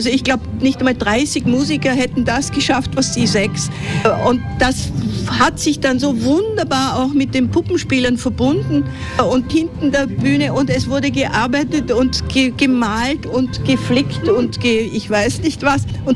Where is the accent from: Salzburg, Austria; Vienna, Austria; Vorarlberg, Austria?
Salzburg, Austria